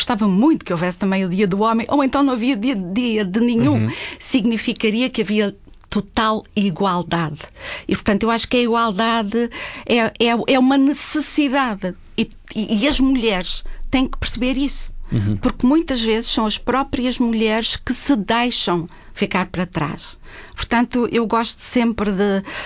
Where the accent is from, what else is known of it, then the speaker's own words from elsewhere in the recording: Madeira, Portugal; accent: Madeiran; moved away; Quando se sai do nosso Porto Seguro, como eu saí da Madeira e tinha tudo fácil, e cheguei aqui, era completamente, direi que... tive que começar do zero. Portanto, ninguém me conhecia. Era, no início eu tinha sotaque madeirense.